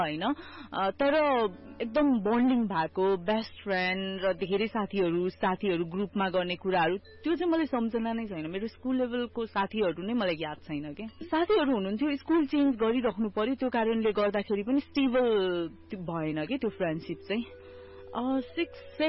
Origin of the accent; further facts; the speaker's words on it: Bharatpur, Bagmati, Nepal; born there; मेरो जन्म चाहिँ नारायणगढ चितवनको गीतानगरमा भएको हो